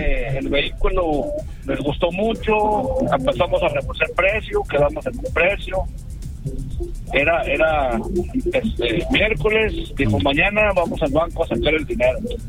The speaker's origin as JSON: {"language": "Spanish", "town": "Gómez Palacio", "region": "Durango", "country": "Mexico", "said": "Yo soy de Gómez Palacio."}